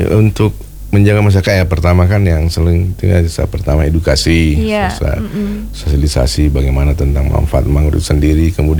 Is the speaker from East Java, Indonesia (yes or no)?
no; South Sulawesi, Indonesia; sebagai warga Bone.